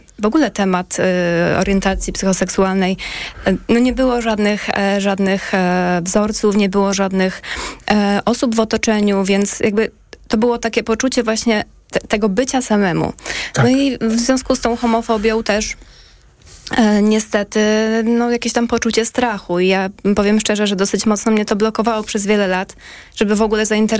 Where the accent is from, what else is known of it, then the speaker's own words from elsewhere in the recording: Lesser Poland, Poland; ja pochodzę z bardzo małego miasteczka na południu Polski, no niestety dość homofobicznego